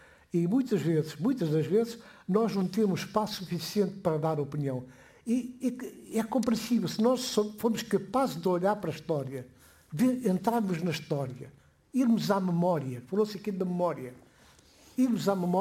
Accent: Guinea-Bissau; Eu sou da Guiné-Bissau. Um país que deu um concurso enorme para a chegada da democracia.

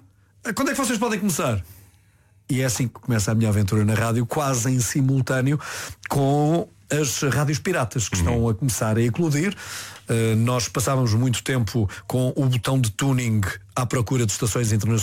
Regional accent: Amadora, Lisbon, Portugal; Nós somos da Amadora, não há problema, eu levo-vos à estação.

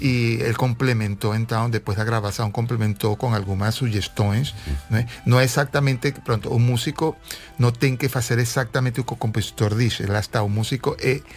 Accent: Venezuela; first language Spanish; Portuguese is a second language; moved away as an adult; now in Portugal; Sou venezuelano, sim, senhora. Venezuelano há já 30 anos em Portugal, embora o meu sotaque não desaparece, não parece que tenho tantos anos.

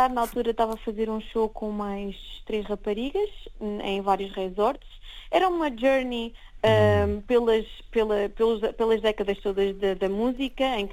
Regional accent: Aveiro, Portugal; born there; also born or lived in Porto; Família é de Aveiro. Entretanto, fui estudar teatro para o Porto.

